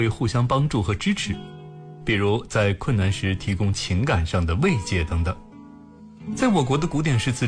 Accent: China

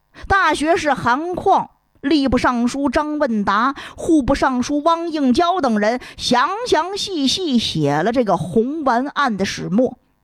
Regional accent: northern China, China; 咱们北方来讲，尤其是北京东北这一带，哎，我们呢方言土语里不称客

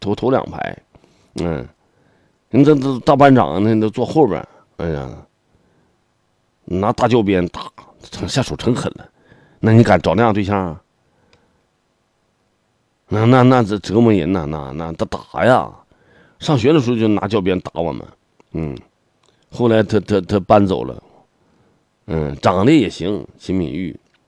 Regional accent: Heilongjiang, China; born there; moved away; also born or lived in Shenyang / Dandong / Benxi; 那我是出生在黑龙江，那我后来我当时上沈阳了，那能我说我沈阳，我在我你我是沈阳人啊，我还丹东我待过呢，丹东576炮兵教导团啊

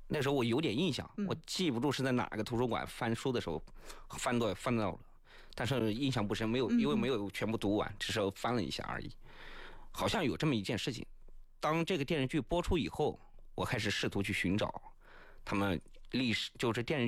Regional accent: Anhui, China; now in Taiwan; 因为我的家乡呢，在我们属于大别山嘛

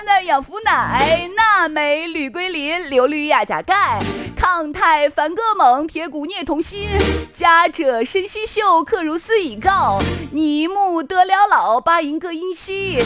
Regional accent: Shaanxi, China; 可是你知道我们陕西人叫 baby， 叫 baby 死就是 baby， 就是伯父的意思。

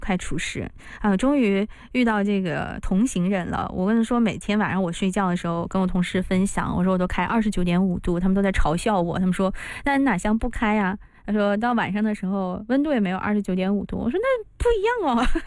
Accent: northern China, China; 那作为一个北方人

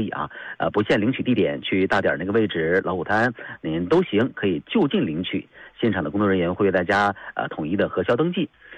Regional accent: Dalian, Liaoning, China; 为我们的家乡大连打 call

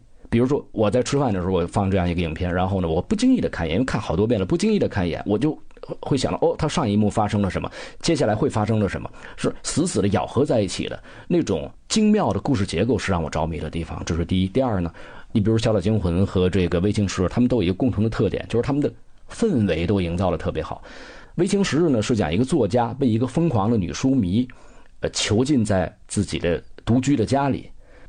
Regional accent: China

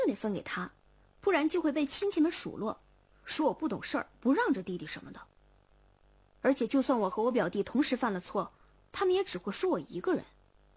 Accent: Northeast China, China; 我们东北那边农村不都是睡火炕吗？

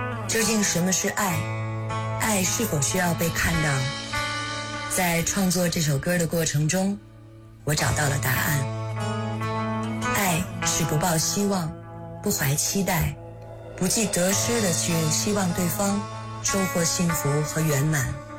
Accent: Hohhot, Inner Mongolia, China; 我是来自呼和浩特的音乐人 … ，接下来向大家推荐我的作品

